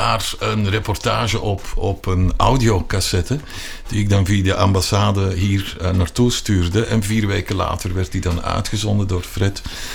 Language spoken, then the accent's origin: Dutch; Mortsel, Flanders, Belgium; moved away; ik kom uit Mortsel, Boeghout